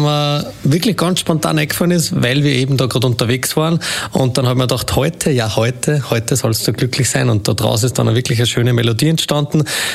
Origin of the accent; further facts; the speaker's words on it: Waldenstein, Lower Austria, Austria; wir kommen eben aus dem Ort Waldenstein, gleichzeitig eine schöne Gemeinde, wo wir mal alle einladen, dass bei uns vorbeikommt, haben um die 1500 Einwohner